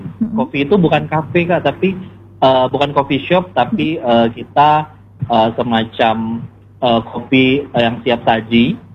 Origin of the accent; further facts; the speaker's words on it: Jambi, Indonesia; also born or lived in Yogyakarta; Salam kenal … Saya berasal dari Jambi.